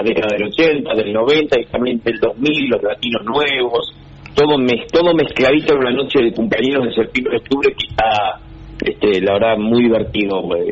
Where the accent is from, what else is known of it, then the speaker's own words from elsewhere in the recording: Punta Alta, Buenos Aires Province, Argentina; born there; Nacimos en Punta Alta, tengo la verdad que muy buena experiencia con la gente de Punta Alta.